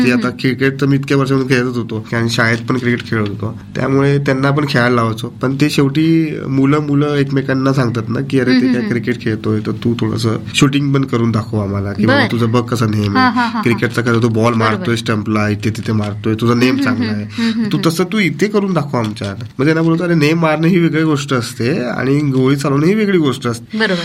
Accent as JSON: {"language": "Marathi", "town": "Jalgaon", "region": "Maharashtra", "country": "India", "tie": "born or raised there", "also_born_or_lived": "Mumbai", "said": "आणि बालपण माझं आधी म्हणजे आई मुंबईची असल्यामुळे तर आमचं सगळं मुंबईच बालपण होतं स्टार्टिंग पासून. नंतर मग काही वर्षानंतर आमी जळगावातच आलो."}